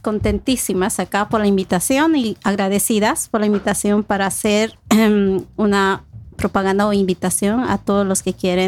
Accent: Cochabamba, Bolivia; now in Norway; Toda mi familia es orureña, pero yo soy de Cochabamba.

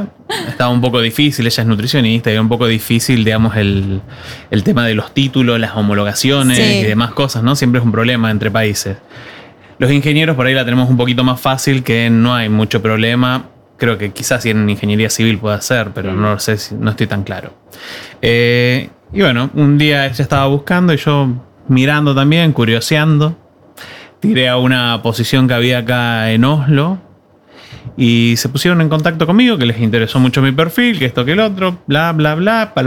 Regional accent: Tierra del Fuego, Argentina; also born or lived in Tucumán / Rosario / Spain; Y bueno, y yo soy argentina, claramente.

